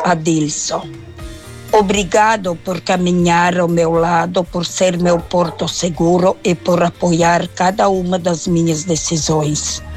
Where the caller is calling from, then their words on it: Doutor Ricardo, Rio Grande do Sul, Brazil; quero participar do sorteio. Sou de Doutor Ricardo.